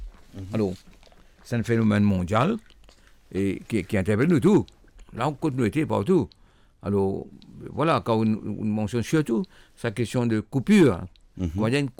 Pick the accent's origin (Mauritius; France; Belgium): Mauritius; chez nous, à Maurice